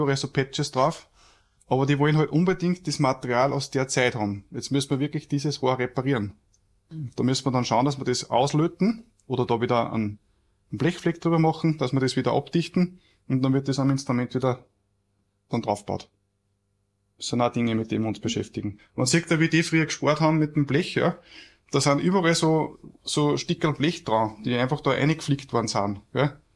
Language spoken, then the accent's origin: German; Austria